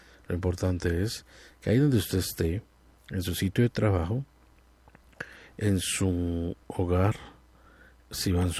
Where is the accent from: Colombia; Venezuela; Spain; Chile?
Colombia